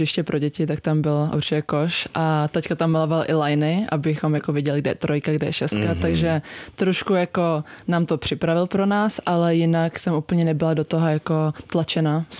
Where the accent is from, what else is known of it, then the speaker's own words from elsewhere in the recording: Prague, Czechia; Jsem z Prahy, takže v Praze.